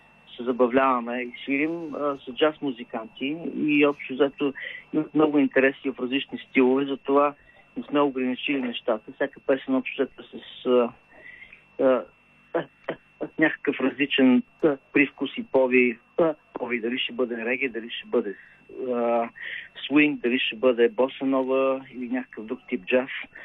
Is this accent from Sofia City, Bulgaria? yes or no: no; Stara Zagora, Stara Zagora Province, Bulgaria; Ами, много обичам Стара Загора. Това е родния ми град.